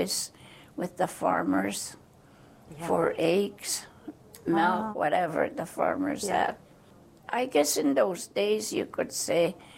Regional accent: Saddle Lake, Alberta, Canada; I was born and raised in Saddle Lake, Alberta.

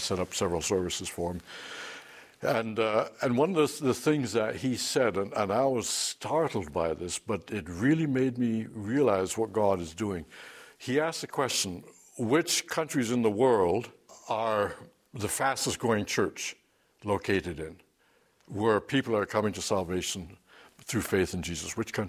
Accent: Jamaica; moved away; I grew up in Jamaica

